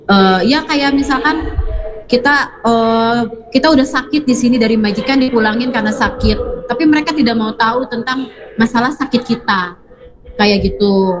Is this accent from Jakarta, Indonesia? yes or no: yes; Jakarta, Indonesia; now in Bogor, Indonesia; Saya ini asal Jakarta, domisilinya daerah Citayam Bogor.